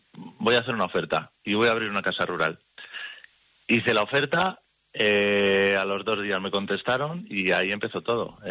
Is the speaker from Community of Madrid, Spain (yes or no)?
no; Yebra, Castilla-La Mancha, Spain; soy un enamorado de mi pueblo